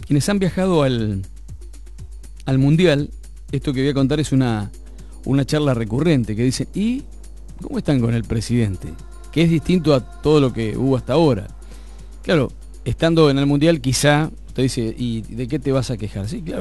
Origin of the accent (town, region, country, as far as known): Argentina